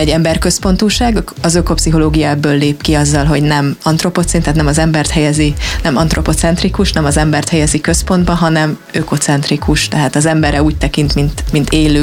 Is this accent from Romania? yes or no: no; Budapest, Hungary; Én városi lány vagyok, nekem egy vidéki nagymamám se volt, aki tyúkokat nevelt volna. Úgyhogy én Budapesten éltem, Budapesten nőttem föl.